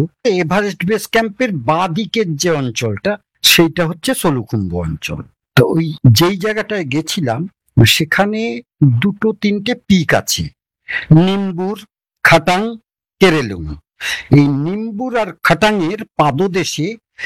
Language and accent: Bangla; Belgharia, West Bengal, India; আমার বাড়ি বেলঘরিয়া।